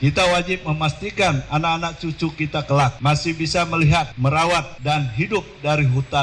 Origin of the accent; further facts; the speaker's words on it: North Kalimantan, Indonesia; identitas kita sebagai Dayak Punan